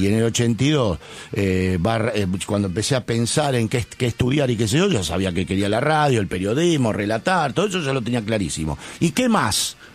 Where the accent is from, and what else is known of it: Buenos Aires, Argentina; born there